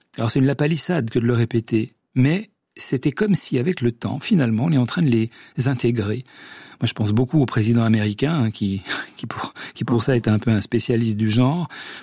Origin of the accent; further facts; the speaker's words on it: Switzerland; Vous avez d'ailleurs un titre qui est plus que jamais d'actualité chez vous au Canada, chez nous en Suisse, en Europe